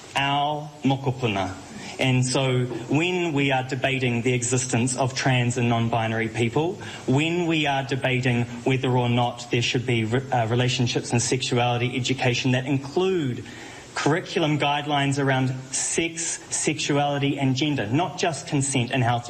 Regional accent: Northland, New Zealand; now in Hamilton, New Zealand; I hail from Te Taitokiro on my mother's side to Ngāpuhi, to Waikare, the Hokianga and Kaipohe on my father's side.

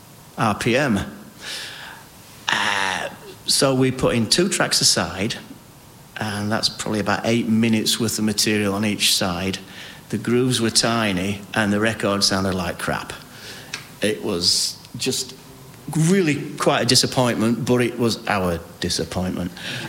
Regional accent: Yorkshire and the Humber, United Kingdom; we're from Yorkshire and we, you know, value for money.

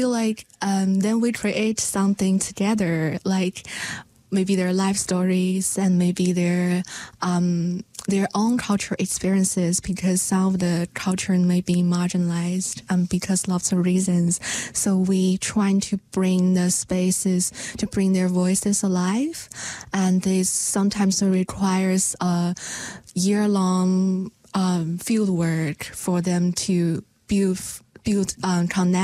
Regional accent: Sichuan, China; born there; English is a second language; moved away; I was born in the Sichuan province, which in the southwest of China, and my parents are working the mechanical factory, and then they raised me, and so then I studied in different provinces in China, and then I grew up.

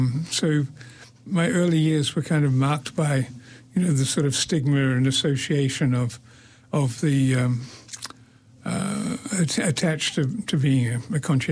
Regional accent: Opotiki, Bay of Plenty, New Zealand; born there; Oh, I was born in Opotiki in 1946.

